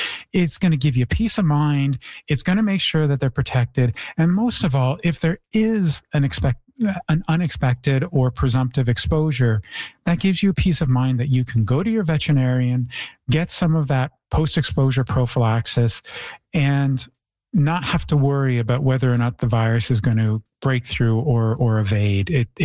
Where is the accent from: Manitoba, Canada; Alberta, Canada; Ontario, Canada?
Ontario, Canada; Toronto; Unfortunately, you know, I come from Toronto where the raccoons are practically domesticated.